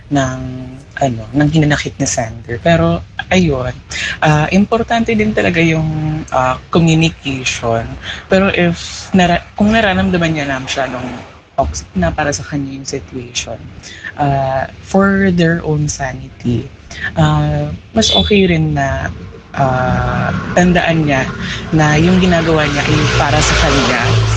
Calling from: Pasig, Metro Manila, Philippines; Ako po ay taga Pasig.

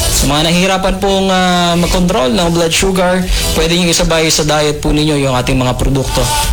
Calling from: Marilao, Central Luzon, Philippines; Hello, Doc. … from Marilao, Bulacan.

